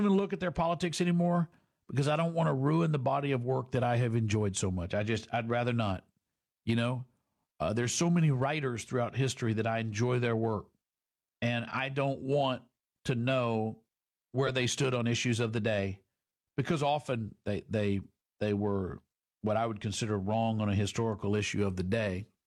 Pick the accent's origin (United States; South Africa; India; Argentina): India; we bonded over that because growing up in India, they read British authors.